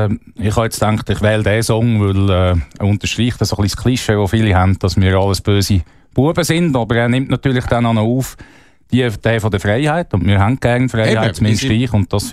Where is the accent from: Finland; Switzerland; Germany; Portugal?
Switzerland; Thun, Bern; Ja, eben, ich bin in Thun aufgewachsen.